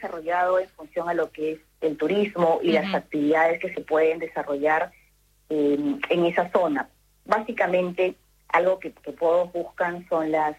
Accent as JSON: {"language": "Spanish", "country": "Peru"}